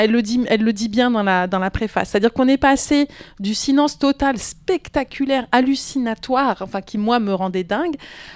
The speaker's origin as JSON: {"language": "French", "country": "France", "also_born_or_lived": "Quebec, Canada", "moved": "as an adult", "said": "je suis au Québec depuis quelques mois. Je m'installe avec ma famille. Je lis beaucoup sur les autochtones, ce qui est un archétype des Français au Québec et ce qui fait de nous l'objet de grosses moqueries"}